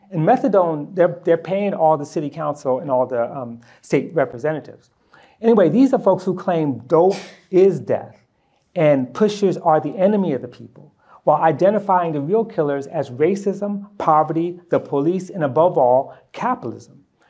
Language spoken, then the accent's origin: English; Harlem, New York, United States; And I was actually growing up in Harlem. He was only a few years older than me.